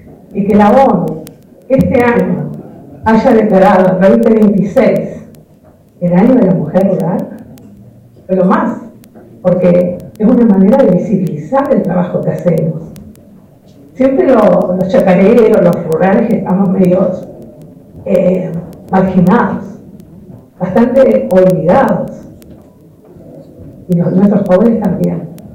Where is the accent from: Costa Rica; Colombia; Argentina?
Argentina; Perito Moreno, Santa Cruz; Yo vengo de Perito Moreno, soy chacarera, nací en la chacra donde actualmente vivo, viví toda la vida ahí, tengo 57 años y soy de la tercera generación de chacareros, de los pobladores de Perito Moreno.